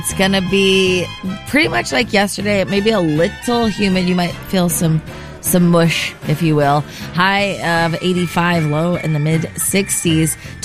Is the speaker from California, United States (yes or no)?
yes; Santa Barbara, California, United States; now in Nashville, United States; my hometown, Santa Barbara.